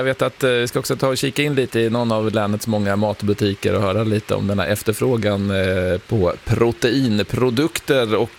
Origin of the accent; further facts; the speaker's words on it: Östergötland, Sweden; Så att ja, det finns en del att glädjas åt som östgöte här